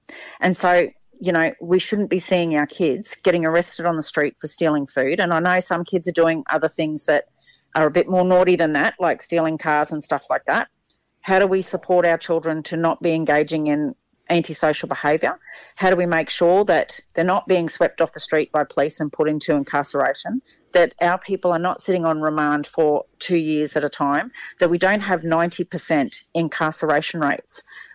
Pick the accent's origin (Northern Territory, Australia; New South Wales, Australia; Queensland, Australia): Queensland, Australia; Rockhampton; I remember growing up in Rockhampton and hearing about my grandfather who was active in the community there